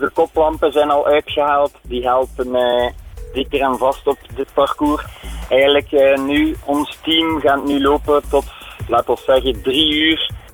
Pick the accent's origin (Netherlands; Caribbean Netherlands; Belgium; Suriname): Belgium; Ja, inderdaad. Wij zijn van België.